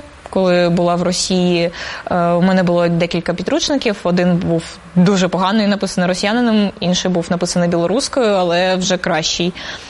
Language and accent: Ukrainian; Simferopol, Crimea, Ukraine; Ukrainian is a second language; moved away; also born or lived in Russia; я з Сімферополю, я зараз перебуваю там і там, я вчу мову